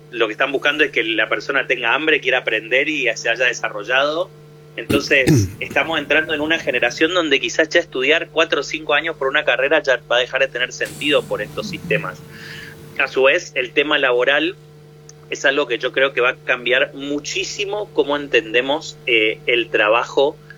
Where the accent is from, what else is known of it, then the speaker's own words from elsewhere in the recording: Corrientes, Argentina; now in Buenos Aires, Argentina; yo soy correntino, vivo en Buenos Aires